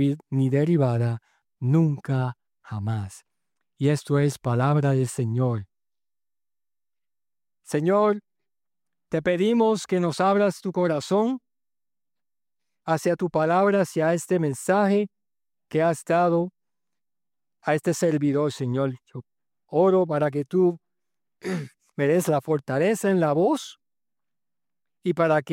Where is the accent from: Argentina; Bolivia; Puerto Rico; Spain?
Puerto Rico; moved away as an adult; also born or lived in Alabama / Idaho / New Mexico / Philippines; Yo como soltero me mudé de Puerto Rico a Alabama y de Alabama a Idaho y de Idaho a Nuevo México y luego el Señor me llevó a las Filipinas